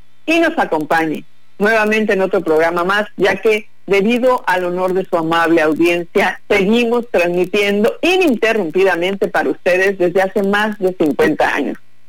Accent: Tabasco, Mexico; como somos todos los tabasqueños

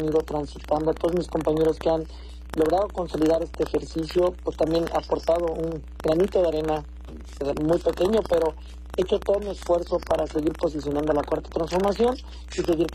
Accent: Chilpancingo, Guerrero, Mexico; Nacimos aquí, en Chilpancingo, que estudié la primaria, en la Escuela Morelos, la secundaria, Escuela Raimundo Barca Alarcón, el bachillerato en el Colegio de Bachilleros en plantel número 1, la facultad en la Universidad Autónoma de Guerrero.

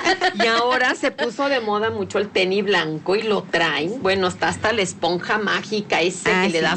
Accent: Mexico; casi todos le vamos a México, pues porque somos mexicanos

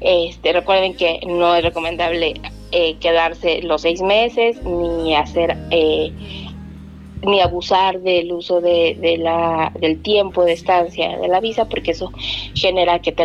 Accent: Mexico

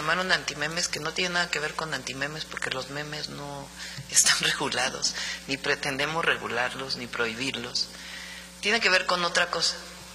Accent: Mexico; nosotros nos interesa México, porque somos mexicanos y porque soy la presidenta de México.

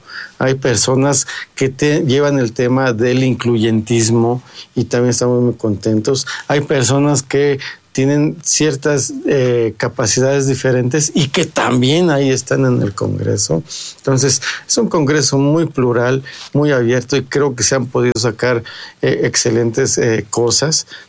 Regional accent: Puebla, Mexico; Soy de una junta auxiliar, soy de San Sebastián de Aparicio, aquí muy cerquita del Estadio Cuauhtémoc, allá adelantito.

